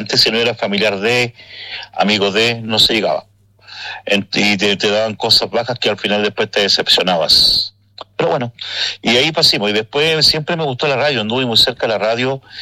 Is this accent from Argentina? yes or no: no; Chile